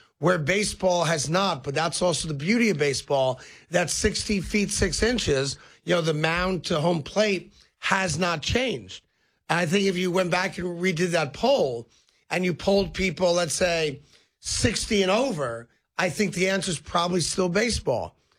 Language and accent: English; East Coast, United States; born or raised there